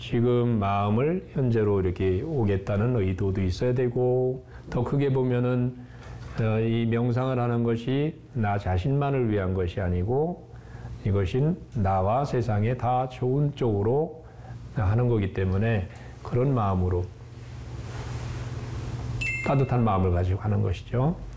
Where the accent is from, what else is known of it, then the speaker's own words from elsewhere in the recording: Cheongju, North Chungcheong, South Korea; 제가 고향이 저 충북 청주인데